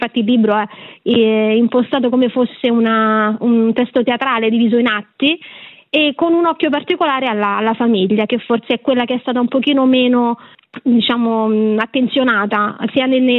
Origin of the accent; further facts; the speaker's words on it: Rome, Lazio, Italy; io sono di Roma